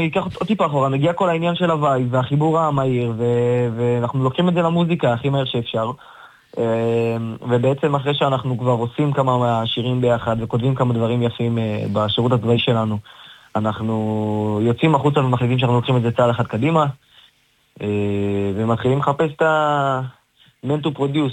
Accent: Nof HaGalil, Northern District, Israel; אני מנוף הגליל.

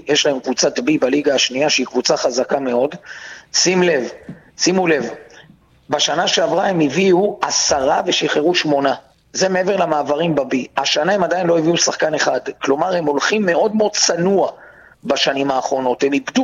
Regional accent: Petah Tikva, Central District, Israel; דרבי פתח תקוואי, העיר שגדלתי בה, בירת ישראל.

